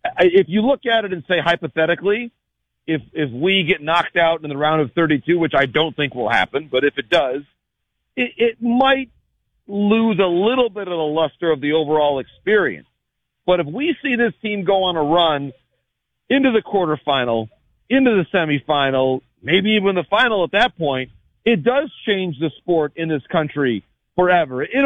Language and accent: English; United States; American soccer people who are also American baseball people and American sports people